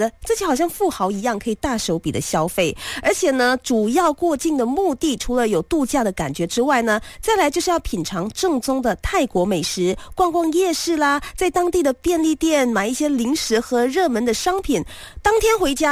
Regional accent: Johor Bahru, Johor, Malaysia; now in Kuala Lumpur, Malaysia; 你知道我来自新山嘛？

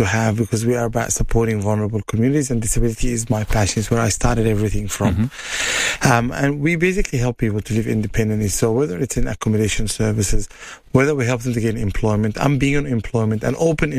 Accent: Egypt; also born or lived in Dubai; now in South Australia, Australia; I started in Dubai. So I grew up part in Egypt, part in Dubai.

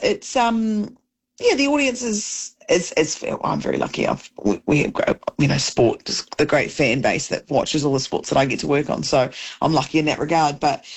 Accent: New Zealand; I'm not the only Kiwi.

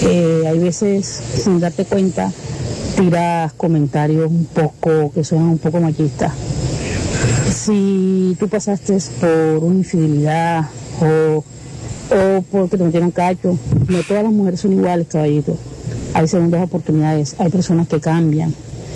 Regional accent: Canada; Buenas noches, Tropicana. … soy de Canadá.

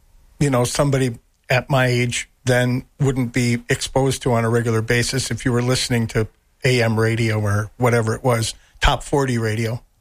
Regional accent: Eveleth, Minnesota, United States; also born or lived in Twin Cities, Minnesota; now in Hill City, United States; Up here, you know, living outside of Eveleth, kind of out in the woods there, you know, we were out by Half Moon Lake.

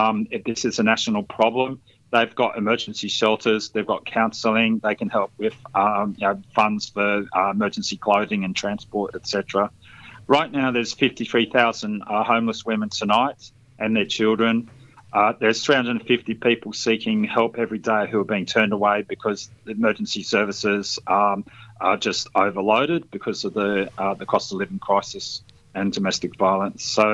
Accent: Victoria, Australia; moved away; I was brought up in Victoria myself. I was asthmatic as a kid, actually.

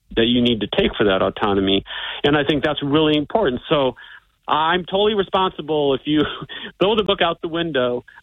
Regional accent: Davenport, Iowa, United States; now in Staten Island, New York, United States; I grew up on the Mississippi River in urban Iowa, and it was nothing like the bucolic area that people in other parts of the country might think.

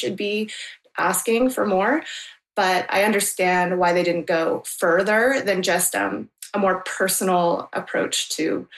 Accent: Canada; just being a Canadian.

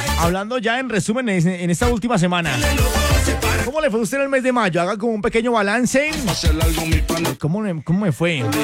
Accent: Boyacá, Colombia; soy acá de Boyacá, su merced.

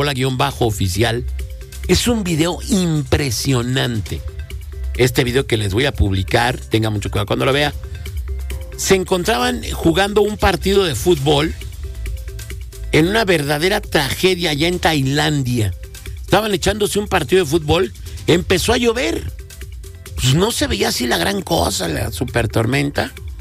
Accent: Mexico; y eso es lo que a mí, como mexicano, me molesta.

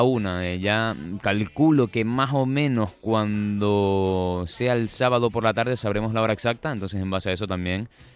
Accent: Canary Islands, Spain

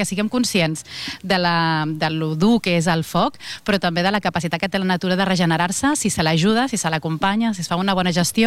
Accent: Rupià, Catalonia, Spain; Jo algun dia has de venir al meu poble, a Rupià

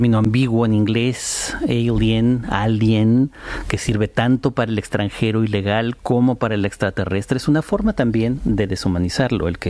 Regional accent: Spain; also born or lived in United States; Bueno, soy también español y no siempre me sentí en España, tengo que decirlo, absolutamente acogido

